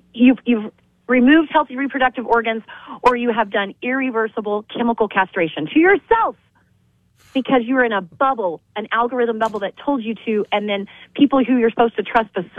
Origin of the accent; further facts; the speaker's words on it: New Mexico, United States; I'm from Sierra County. I represent Socorro, Sierra, and Doñana, very rural part.